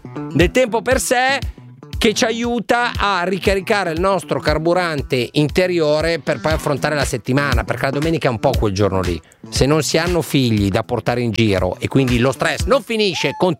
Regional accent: Mantua, Lombardy, Italy; moved away; io tendo ad essere un po' campanilista, quando mi scrivono dalla mia terra d'origine

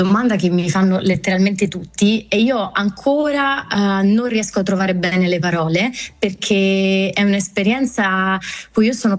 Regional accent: Sardinia, Italy; Però io sono sarda, quindi anche i sardi sono super...

